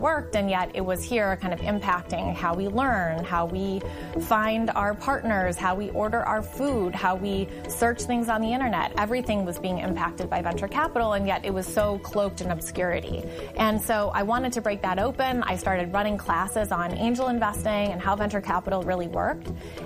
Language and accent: English; Illinois, United States; I grew up in Illinois. I started my career journey very young, watching technology disrupt both of my parents' jobs.